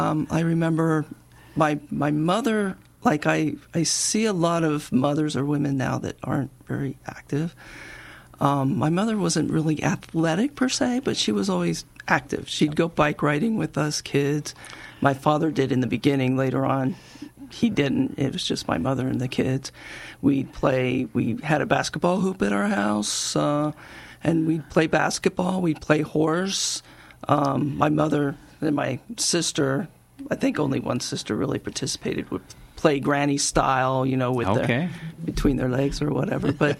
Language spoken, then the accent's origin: English; California, United States; also born or lived in New Jersey / Dallas / Albuquerque / San Jose; Well, I was born in California, kind of raised in California, moved to New Jersey when I was like 7, and then we moved to the Dallas area.